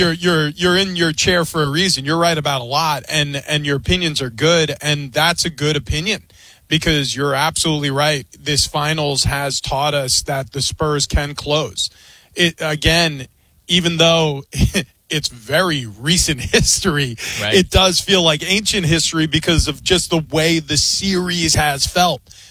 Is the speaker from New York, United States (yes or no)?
yes; New York, United States; And I grew up in New York. I grew up a Knicks fan.